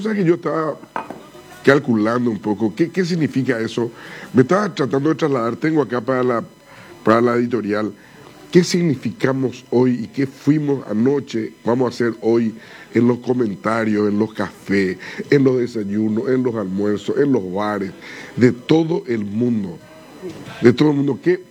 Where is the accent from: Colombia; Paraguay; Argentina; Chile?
Paraguay; éramos 4, 5, 6 paraguayos.